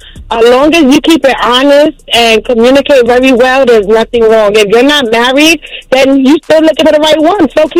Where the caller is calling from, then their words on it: New York City, New York, United States; Hi, good morning. I'm calling from the Bronx.